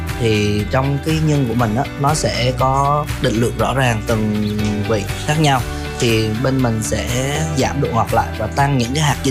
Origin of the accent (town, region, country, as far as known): Buon Ma Thuot, Dak Lak, Vietnam